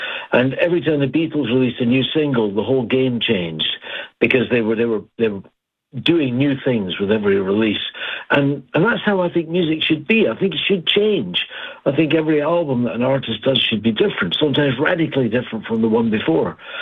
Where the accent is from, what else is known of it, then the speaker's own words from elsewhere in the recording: Scotland, United Kingdom; Yeah, I'm a Scotsman with a rasp in my voice